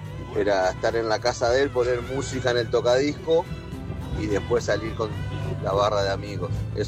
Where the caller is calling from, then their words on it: Munro, Buenos Aires Province, Argentina; de Munro.